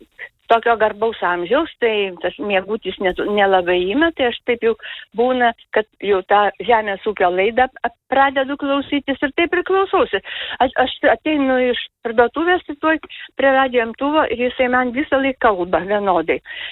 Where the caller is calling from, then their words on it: Kupiškis, Panevėžys County, Lithuania; Aš esu iš Kupiškio.